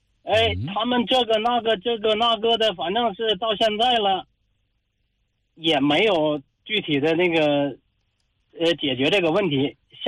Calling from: Tangshan, Hebei, China; 我就是唐山的一名出租那个滴滴司机

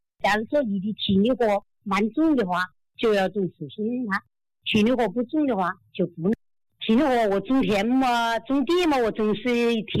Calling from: Xiantao, Hubei, China; 我们是保和的

